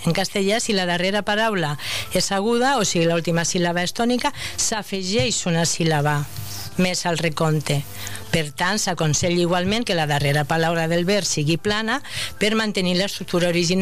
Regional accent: Castile, Spain; jo sóc castellana i adoro el castellà

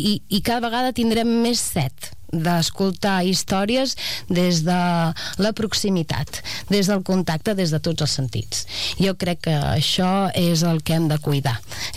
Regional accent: Catalonia, Spain; Jo he crescut a Bosch, a la Fageda d'en Jordà

